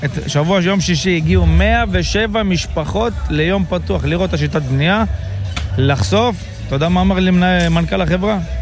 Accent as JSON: {"language": "Hebrew", "town": "Ashkelon", "region": "Southern District", "country": "Israel", "said": "אני מאשקלון, עובד באזור הדרום, 20-30 קילומטר פלוס"}